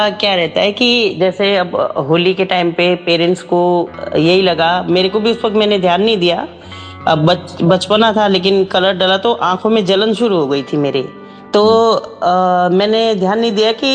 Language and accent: Hindi; Uttarakhand, India; now in Delhi, India; और मैं बेसिकली उत्तराखंड की रहने वाली हूँ